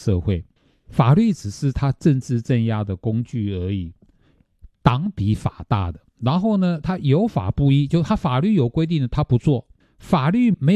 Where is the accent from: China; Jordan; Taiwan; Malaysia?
Taiwan